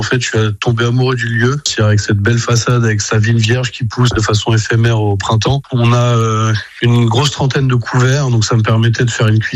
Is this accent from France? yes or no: yes; Nouvelle-Aquitaine, France; J'ai grandi au Pays Basque, d'où le nom.